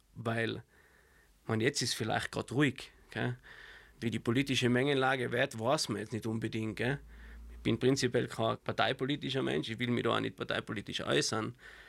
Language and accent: German; Innsbruck, Tyrol, Austria; Also bei uns in Innsbruck sagt man zu den Nicht-Jänischen Gatschi